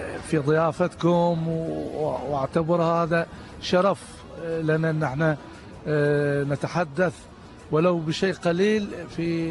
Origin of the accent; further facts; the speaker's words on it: Bahrain; لأن أنا بحريني